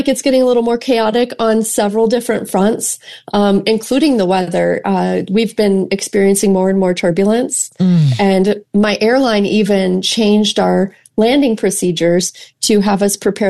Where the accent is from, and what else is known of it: Phoenix, Arizona, United States